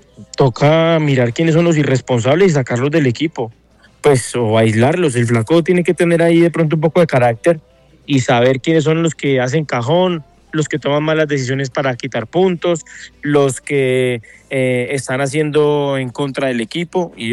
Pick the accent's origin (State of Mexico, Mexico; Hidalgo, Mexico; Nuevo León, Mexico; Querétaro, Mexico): Nuevo León, Mexico; Monterrey; born there; De los Tigres es un gusto porque pues nací en Monterrey